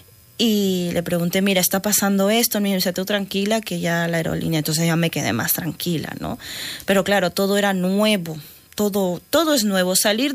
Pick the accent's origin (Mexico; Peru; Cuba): Peru; now in Rubí, Spain; Porque yo, claro, en mi país yo soy, para Perú, yo soy cruda, soy blanca, pero aquí no lo soy. Aquí soy una morena, como suelen decir, ¿no?